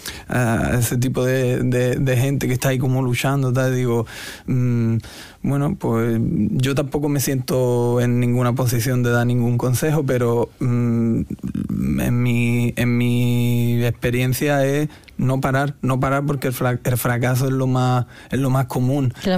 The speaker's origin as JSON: {"language": "Spanish", "town": "Benalúa", "region": "Andalusia", "country": "Spain", "tie": "born or raised there", "moved": "yes"}